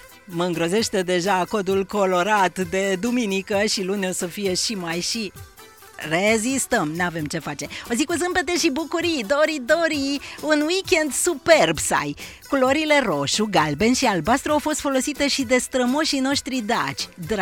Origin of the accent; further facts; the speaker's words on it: Romania; România, iubește România, arborează drapelul național, este ziua drapelului național și suntem mândri că suntem români.